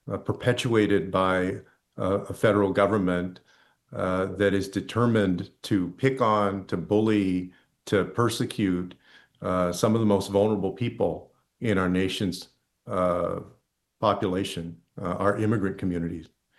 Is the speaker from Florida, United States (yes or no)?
no; Texas, United States; growing up in Texas, still living in Texas.